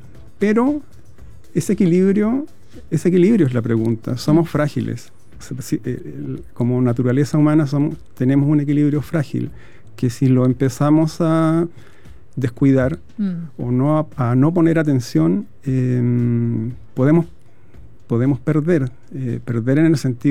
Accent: Chile; Yo creo que somos tan resilientes como chilenos, como raza

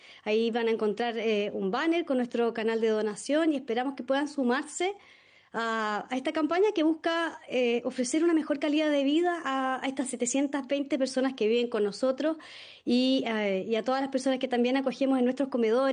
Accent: Chile

